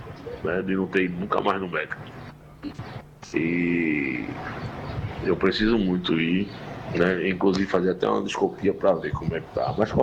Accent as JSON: {"language": "Portuguese", "town": "Santa Cruz do Capibaribe", "region": "Pernambuco", "country": "Brazil", "said": "né? Sou aqui de Santa Cruz do Caparibe."}